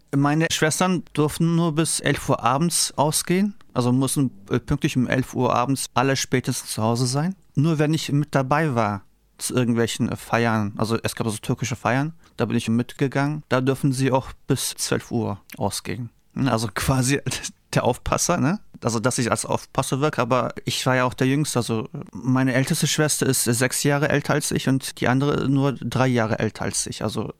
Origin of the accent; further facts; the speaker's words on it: Bremen, Germany; born there; geboren bin ich 1977 in Bremen. Ich spreche Türkisch, weil ich als Türke geboren bin und türkische Eltern habe. Meine Eltern sind vor circa 7 Jahren, also 1970, hier nach Deutschland gekommen.